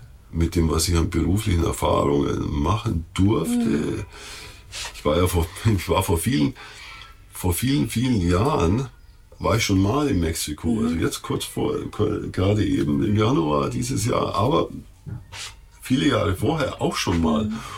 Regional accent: Germany; ja, woher seid ihr und so, ja, aus Deutschland und so.

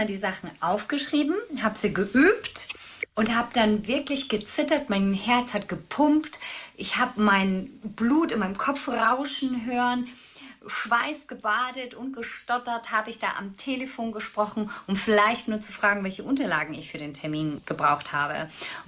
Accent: Spain; moved away as an adult; now in Germany; Ich bin in Spanien aufgewachsen, bin mit 19 dann nach Deutschland gezogen, ganz alleine. Ich bin nur mit einem Koffer nach Deutschland gezogen, keiner, der mich begleitet hat.

